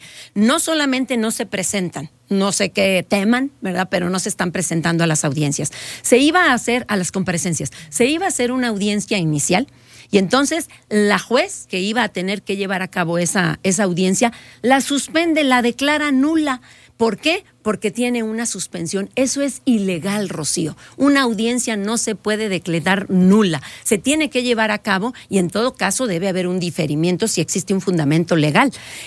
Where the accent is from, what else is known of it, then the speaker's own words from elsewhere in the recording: Aguascalientes, Mexico; Somos los ciudadanos de Aguascalientes, los afectados.